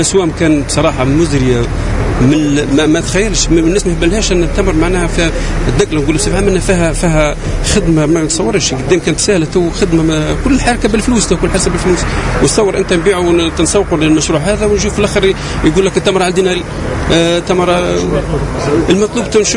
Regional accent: Tunisia; moved away; وكنا توانسة

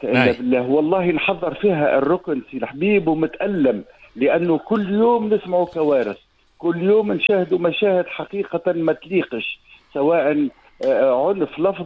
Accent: Tunisia

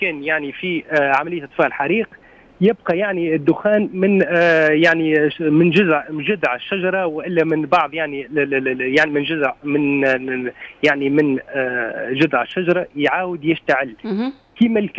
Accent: Tunisia

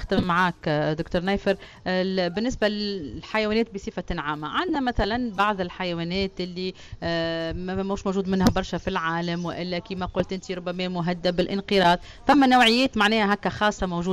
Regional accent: Tunisia; المحميات اللي عندنا في تونس

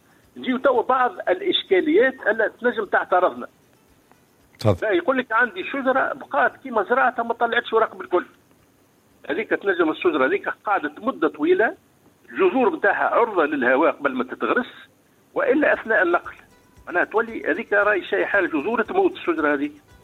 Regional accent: Sahel, Tunisia; ما نلقاهمش هنا في الساحل نلقاهم الا في الشمال. صنف وحيد يمشي عندنا في الساحل اسمه بوعرقوب

